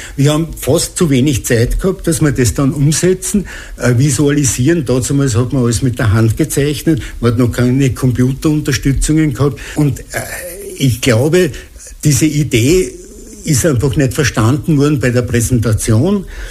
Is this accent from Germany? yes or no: no; Krems, Lower Austria, Austria; born there; moved away; Ich bin aber gebürtiger Kremser, und mein Herzblut liegt eher bei Krems wie St. Pölten